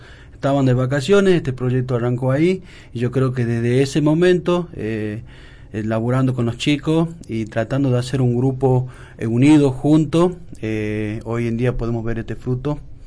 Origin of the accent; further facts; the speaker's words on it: Lules, Tucumán, Argentina; Yo soy de acá de Lule